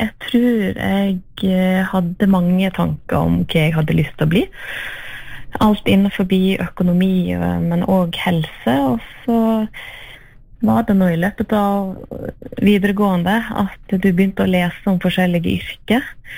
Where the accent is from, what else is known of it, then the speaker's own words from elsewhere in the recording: Hafslo, Vestland, Norway; Jeg vokste opp på Hafslo i BN-feltet, og bodde der frem til jeg var 19 år.